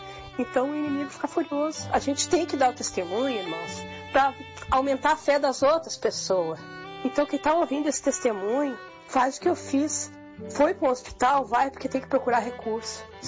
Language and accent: Portuguese; Alvorada, Rio Grande do Sul, Brazil; sou de Alvorada, Rio Grande do Sul.